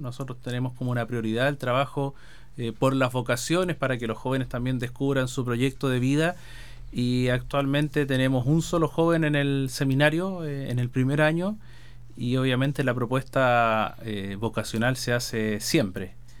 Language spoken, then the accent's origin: Spanish; Concepción, Biobío, Chile; now in Linares, Chile; yo soy oriundo de Concepción